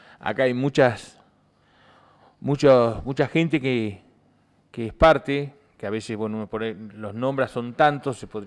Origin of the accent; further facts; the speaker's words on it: Coronel Pringles, Buenos Aires Province, Argentina; born there; ya hay mucha gente que me conoce acá en Pringles.